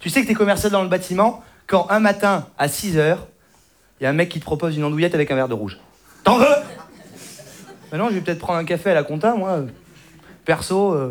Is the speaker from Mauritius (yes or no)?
no; Saint-Émilion, Nouvelle-Aquitaine, France; je viens de Saint-Émilion.